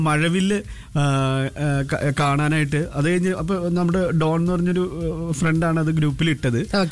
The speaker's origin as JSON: {"language": "Malayalam", "region": "Kerala", "country": "India", "tie": "born or raised there", "said": "ഞങ്ങളുടെ നാട്ടില് ഞങ്ങൾക്കൊരു പാലമുണ്ട്, ഞങ്ങളുടെ നാടിന് പാലമുണ്ട്, മാറമ്പള്ളി പാലം."}